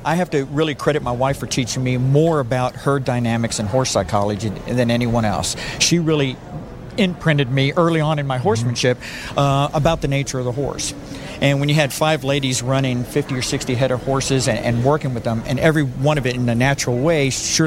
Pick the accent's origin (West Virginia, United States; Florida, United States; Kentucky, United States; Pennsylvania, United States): Florida, United States; Tampa; also born or lived in Texas / Oklahoma